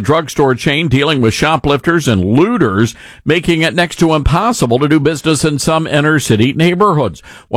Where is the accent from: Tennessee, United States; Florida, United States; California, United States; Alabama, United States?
Tennessee, United States; Memphis; I take you inside the president's mission to save my hometown, Memphis, Tennessee.